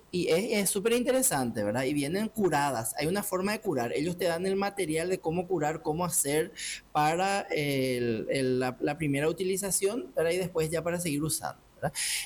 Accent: Paraguay; Eso somos expertos los paraguayos en hacer infusiones

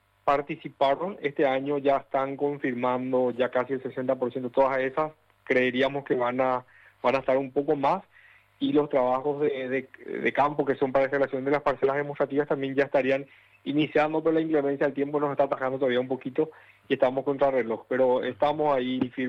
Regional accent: Paraguay

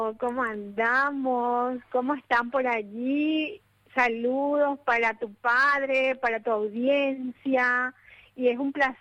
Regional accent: Paraguay; fechas importantísimas y fechas que nos tocan el corazón como paraguayos.

